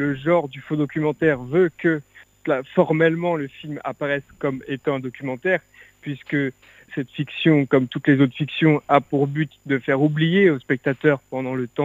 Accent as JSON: {"language": "French", "region": "Centre-Val de Loire", "country": "France", "said": "mais je suis Tourangeau, donc je viens de Touraine, exactement."}